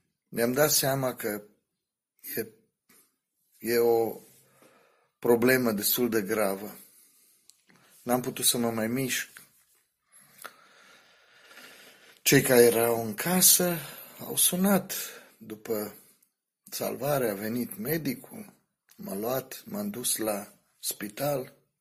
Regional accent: Romania; now in Austria; am plecat din România. Eu acum lucrez în Austria. Am plecat din România și vreau să spun ce viață am avut.

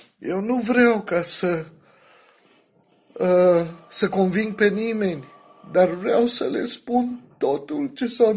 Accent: Romania; now in Austria; am plecat din România. Eu acum lucrez în Austria. Am plecat din România și vreau să spun ce viață am avut.

